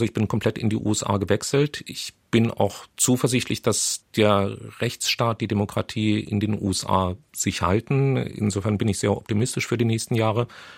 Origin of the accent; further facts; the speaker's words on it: Germany; Für uns als Deutsche ganz, ganz schwer vorstellbar.